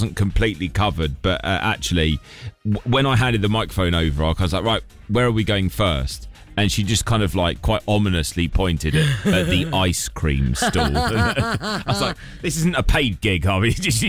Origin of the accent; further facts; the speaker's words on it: United Kingdom; We're British.